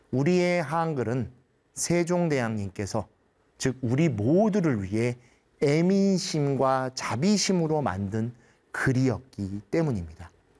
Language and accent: Korean; South Korea; moved away as an adult; also born or lived in Japan